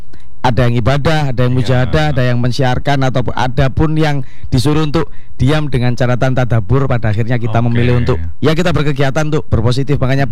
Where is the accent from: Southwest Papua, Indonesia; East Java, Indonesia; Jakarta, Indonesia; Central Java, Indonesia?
East Java, Indonesia; Pare